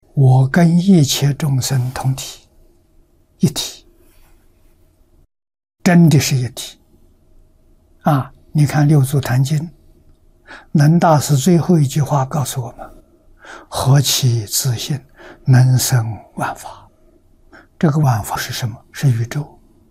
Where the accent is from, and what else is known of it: China